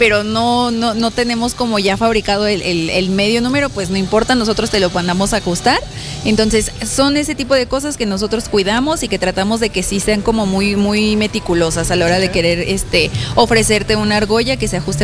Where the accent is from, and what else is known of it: Mexico